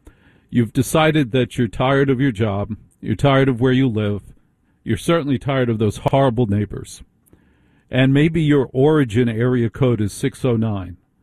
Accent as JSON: {"language": "English", "region": "New Jersey", "country": "United States", "tie": "born or raised there", "said": "And the toughest thing for me as someone born and raised in Jersey is to realize the rest of the country was not"}